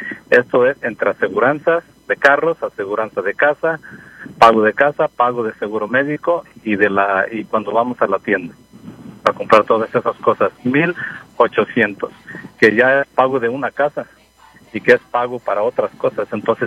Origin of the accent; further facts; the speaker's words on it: Jalisco, Mexico; Atotonilco en Jalisco, ahí que está cerquita de mi pueblo